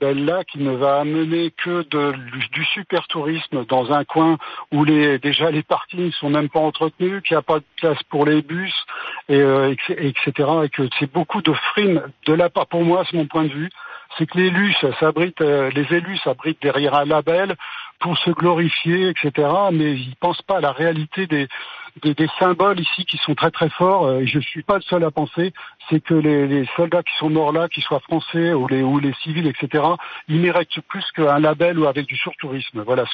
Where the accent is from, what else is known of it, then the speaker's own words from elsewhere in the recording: Normandy, France; born there; moi je suis né dans le Calvados, j'ai 70 ans, j'habite à côté du cimetière américain.